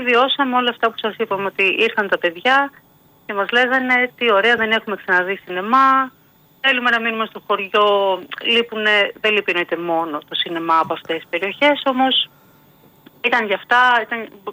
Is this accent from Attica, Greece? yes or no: yes; Nikaia, Attica, Greece; Πειραιά, Νίκαια συγκεκριμένα, από εκεί που γεννήθηκα και μεγάλωσα εγώ.